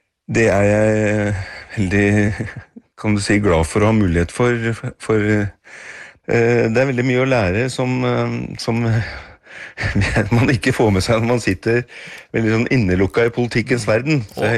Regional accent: Oslo, Norway; born or raised there

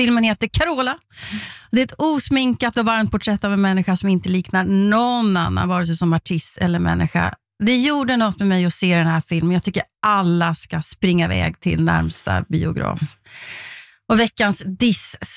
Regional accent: Sweden; Men jeg mener jo som svensk

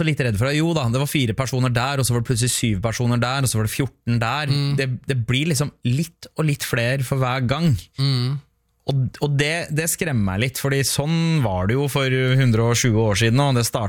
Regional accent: Oslo, Norway; born or raised there

